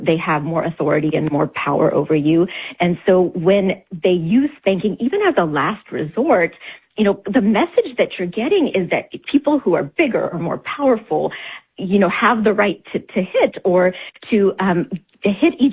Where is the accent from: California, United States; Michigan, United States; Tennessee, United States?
Tennessee, United States; You know, I remember growing up in Tennessee in my elementary school. At school, you could get spanked as a punishment.